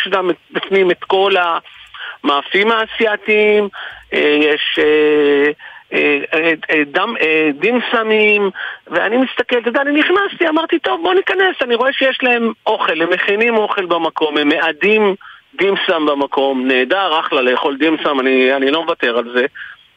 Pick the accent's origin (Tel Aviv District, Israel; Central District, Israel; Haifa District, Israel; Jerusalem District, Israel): Tel Aviv District, Israel; Givatayim; אני גדלתי בדרום גבעתיים. את שנות הילדות שלי והנערות שלי עברתי שם, קצה שנות הנערות שלי עברתי שם